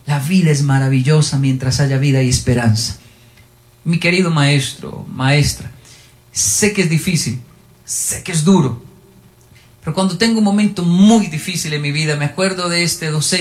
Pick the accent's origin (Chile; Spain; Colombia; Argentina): Colombia; Yo debería ser así, que soy latino, colombiano, pero los japoneses no son así.